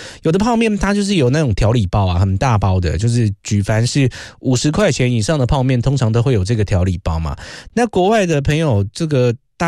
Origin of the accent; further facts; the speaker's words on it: Taiwan; 对我们台湾人来说，我们本地人